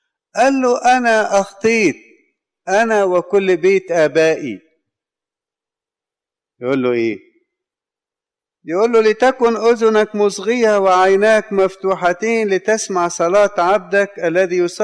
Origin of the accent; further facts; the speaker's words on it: Egypt; كأقباط ولا كمصريين ككل